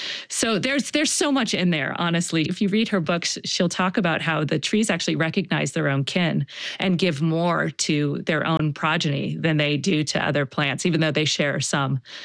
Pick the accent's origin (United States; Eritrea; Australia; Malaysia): United States; Baltimore, Maryland; You know, I'm from Baltimore